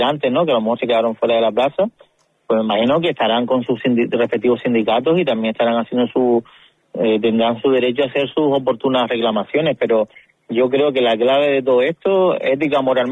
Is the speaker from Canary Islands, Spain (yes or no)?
yes; Lanzarote, Canary Islands, Spain; nosotros somos de la isla, tanto tú como yo de Mersa hemos tenido la oportunidad de hacer nuestro trabajo profesional aquí, de vivir aquí, de tener nuestra casa. Nuestros padres también vivieron aquí, nuestros abuelos